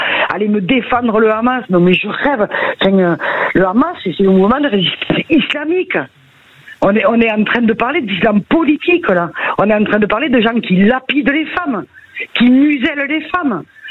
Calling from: France

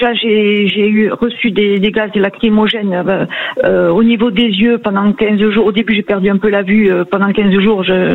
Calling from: Vendargues, Occitanie, France; Oui, bonsoir, voilà, je vous appelle de Vandarc.

